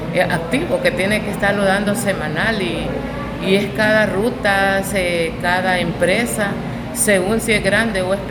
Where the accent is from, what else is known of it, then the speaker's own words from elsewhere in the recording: Honduras; aquí solo somos hondureños